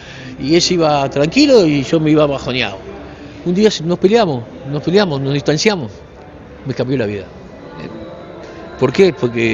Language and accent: Spanish; Uruguay; somos todos uruguayos